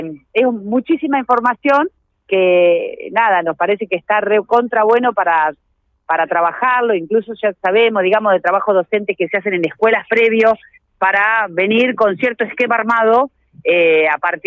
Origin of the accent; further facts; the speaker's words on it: Necochea, Buenos Aires Province, Argentina; moved away as an adult; yo, que soy de Necochea